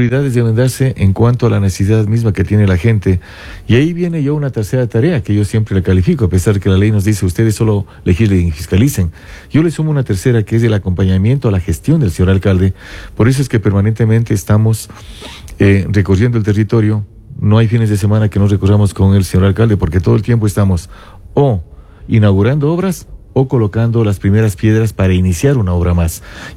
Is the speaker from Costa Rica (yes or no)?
no; San Antonio de Ibarra, Imbabura, Ecuador; en mi caso de San Antonio de Ibarra, yo soy de San Antonio